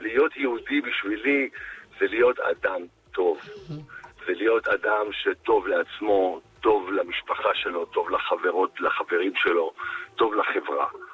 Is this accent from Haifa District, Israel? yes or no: yes; Haifa, Haifa District, Israel; אני אדם של שטח, אני לא אדם של תל אביב, בוא, אני בא מבת גלים בחיפה